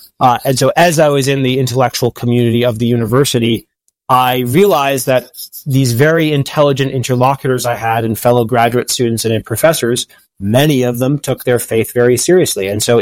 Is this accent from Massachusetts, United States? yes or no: yes; Massachusetts, United States; I grew up in Massachusetts in a culture and a family that had lost touch with faith or any kind of church.